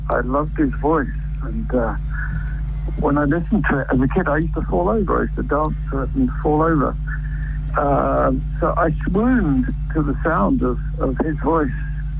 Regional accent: London, United Kingdom; And I think that the 1960s was a very good time to be growing up in London.

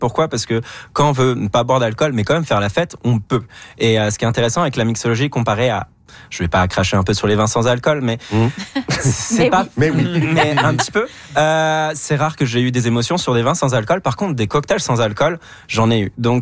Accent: France

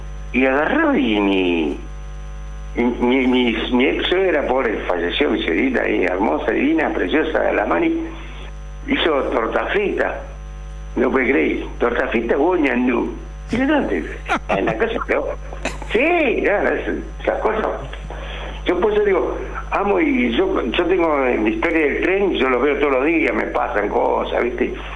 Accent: Mantilla, Corrientes, Argentina; born there; nací en Mantilla, Corriente

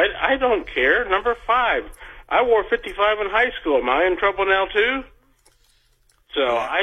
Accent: Mackey, Indiana, United States; now in Evansville, United States; Well, I'm originally from Mackey. I live in Evansville.

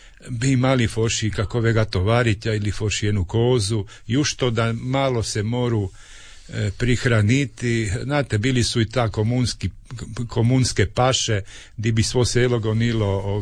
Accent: Medulin, Istria County, Croatia

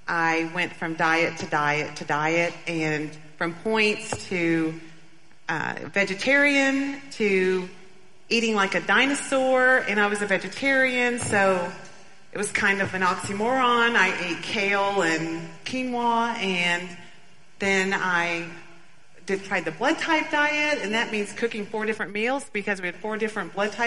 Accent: Bentonville, Arkansas, United States; Well, I grew up in Bentonville, Arkansas.

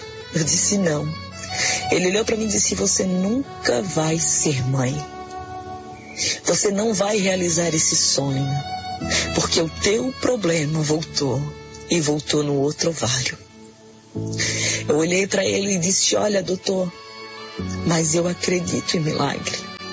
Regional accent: Bombinhas, Santa Catarina, Brazil; sou da cidade de Bombinhas.

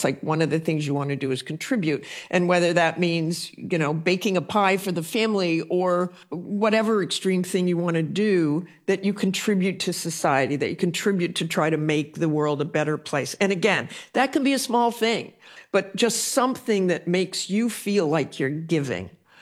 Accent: Salt Lake City, Utah, United States; born or raised there

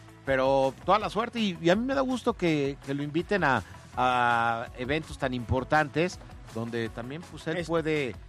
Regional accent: Puebla, Mexico; Yo también soy poblano

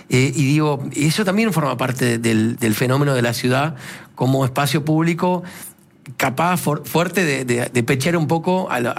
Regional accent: Adrogué, Buenos Aires Province, Argentina; Yo soy de Adrogué.

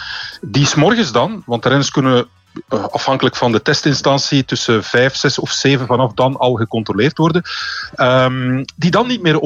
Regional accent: Belgium

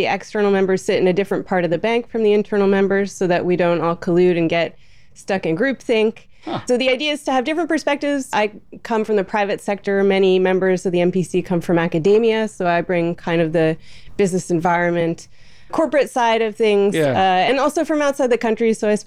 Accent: United States; now in United Kingdom; as you can tell from my accent. And also from my background, I'm a little bit of both, although actually I'm also British.

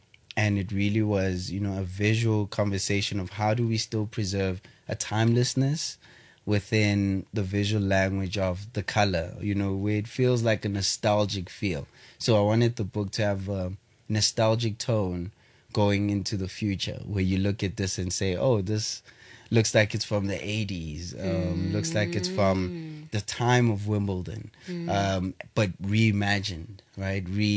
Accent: South Africa; as a South African

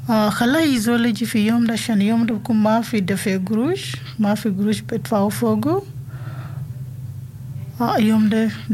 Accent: South Sudan; English is a second language; now in Alice Springs, Australia; I'm from South Sudan. I lived in Batu Alice Spring for 2 years now.

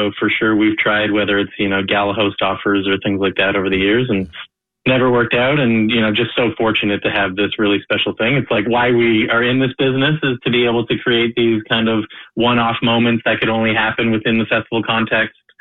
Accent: Toronto, Ontario, Canada; moved away as an adult; now in Montreal, Canada; as a former Torontonian, I've got a little bit of that running through me as well, which I say, unfortunately, having lived here for 25 years

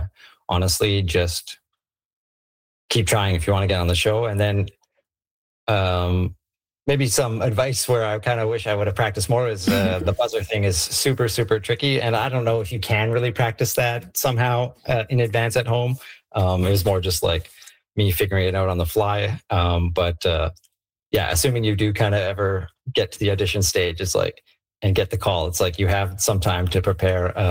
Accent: Canada

